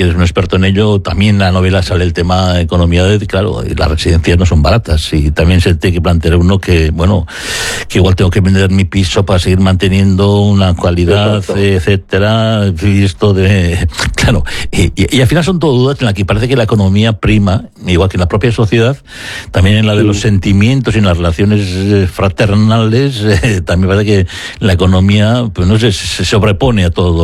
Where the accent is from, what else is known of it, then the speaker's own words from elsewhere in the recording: Basque Country, Spain; como vasco, aquí hay que meter condicional en todo, aunque no somos así.